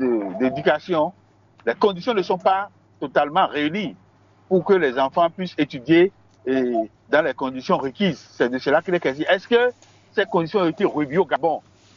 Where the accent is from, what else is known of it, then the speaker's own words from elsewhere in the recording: Benin; je reviens rapidement chez moi, au Bénin